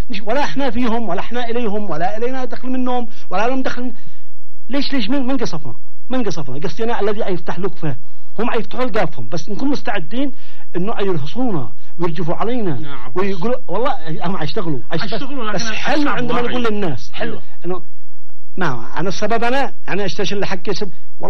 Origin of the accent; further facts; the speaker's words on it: Yemen; أنا صرف يمني